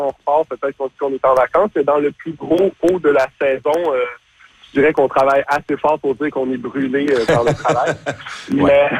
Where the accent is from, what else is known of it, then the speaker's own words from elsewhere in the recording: Montreal, Quebec, Canada; On vient majoritairement de Montréal.